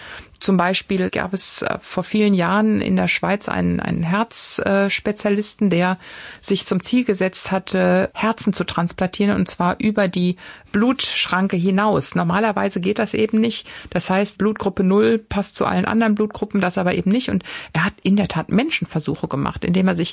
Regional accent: Germany

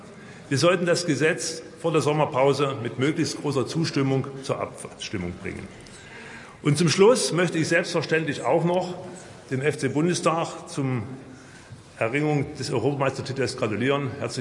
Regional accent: Leipzig, Saxony, Germany; als stolzer Leipziger

